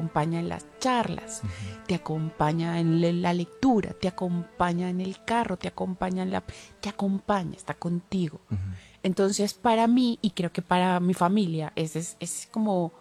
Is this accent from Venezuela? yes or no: yes; Valencia, Carabobo, Venezuela; yo soy de Valencia